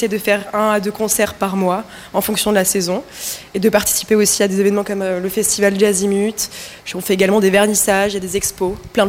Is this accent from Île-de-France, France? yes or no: no; Saint-Nazaire, Pays de la Loire, France; Je suis originaire de Saint-Nazaire.